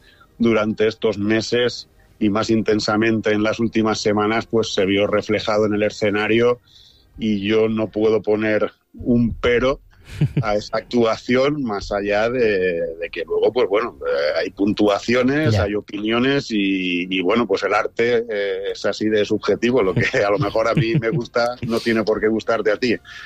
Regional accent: Siete Aguas, Valencian Community, Spain; now in Utiel, Spain; yo soy de Siete Aguas, un pueblo pequeñito.

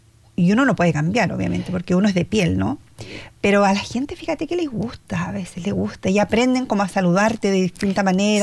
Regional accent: Chile; now in Australia; Sí, soy chilena, pero soy australiana, radicada en este país.

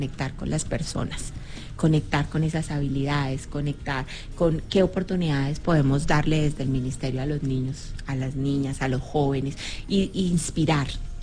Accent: Yacopí, Cundinamarca, Colombia; Y en este transitar de mi vida, crecí en Yacopí, Cundinamarca, que también queda a 6 horas

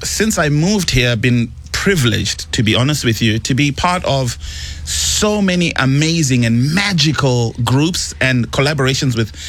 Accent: Zimbabwe; I am born and bred in Zimbabwe, which is in Southern Africa.

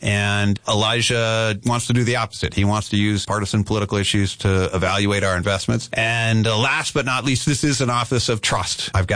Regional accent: Tucson, Arizona, United States; now in Phoenix, United States; My dad grew up in Superior, Arizona. I have a lot of family who live in rural areas. I grew up in Tucson. I live in Phoenix now.

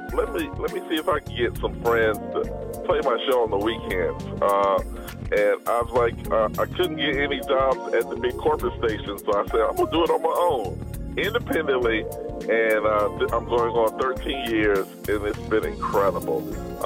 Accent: North Carolina, United States

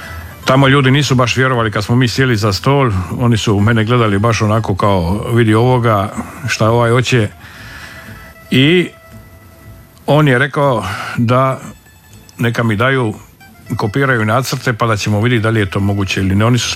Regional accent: Pučišća, Split-Dalmatia County, Croatia; moved away; Pa ja sam, znači, otišao iz Pučišća, završio sam vojne škole, vojnu srednju školu, akademiju

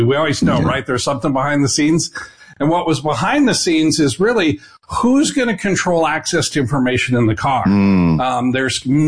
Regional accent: Nebraska, United States; I grew up in Nebraska, the Midwest. AM radio was a staple.

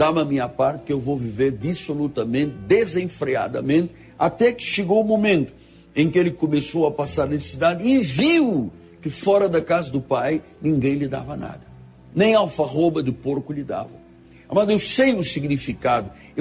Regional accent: Angola; born there; moved away; Lá em África, em Angola, onde eu nasci

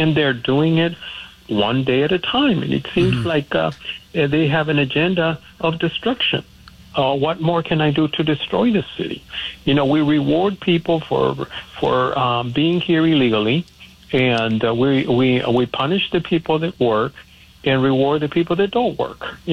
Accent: Hawthorne, California, United States; Because I grew up in the South Bay. I grew up in Hawthorne.

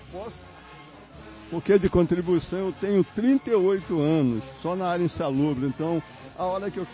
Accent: São Gonçalo, Rio de Janeiro, Brazil; São Gonçalo.

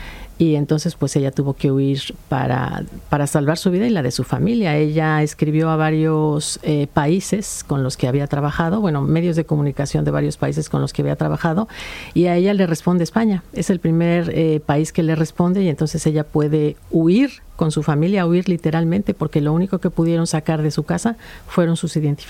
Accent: Mexico; moved away as an adult; also born or lived in Valencia, Spain; now in Santander, Spain; yo tenía 10 años de experiencia trabajando en medios de comunicación en México

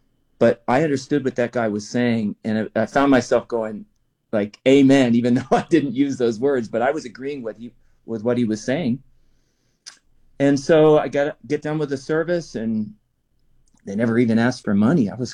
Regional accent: Cincinnati, Ohio, United States; I was born in Cincinnati, Ohio, and I grew up there in the Midwest. had kind of a nominal church background. My relatives, my ancestors were Presbyterians from Scotland

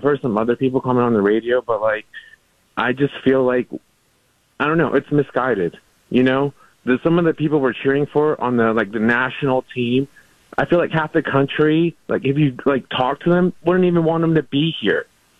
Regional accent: Mexico; now in Fredericksburg, United States; From Mexico.

